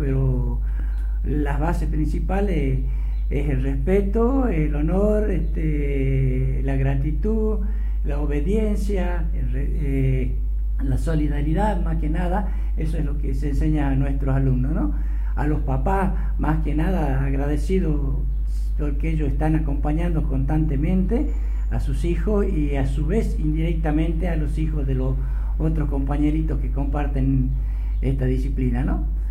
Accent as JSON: {"language": "Spanish", "area": "Anta", "region": "Salta", "country": "Argentina", "said": "feliz milagro para todo mi pueblo anteño"}